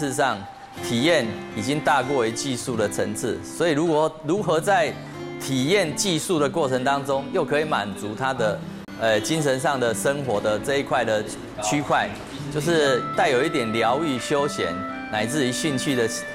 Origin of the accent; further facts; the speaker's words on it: Penghu County, Taiwan; 我本身是澎湖人，